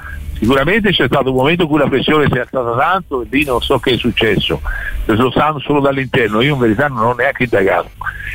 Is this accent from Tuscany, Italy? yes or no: yes; Tuscany, Italy; siamo toscani.